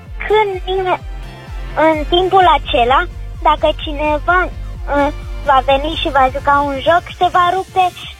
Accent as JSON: {"language": "Romanian", "region": "Bucharest", "country": "Romania", "said": "Din București."}